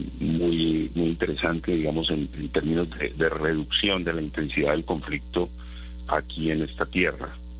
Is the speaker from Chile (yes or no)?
no; Putumayo, Colombia; atendiendo esta llamada desde mi tierra, llegué ayer. Las noticias en el Putumayo son, creo que, mejores que en el Guaviare